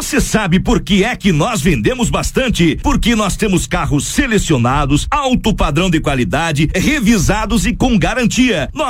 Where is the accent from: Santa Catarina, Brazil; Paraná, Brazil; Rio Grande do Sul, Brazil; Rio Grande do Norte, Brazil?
Rio Grande do Sul, Brazil; São João da Urtiga; born there; toda essa minha família, comunidade onde eu nasci.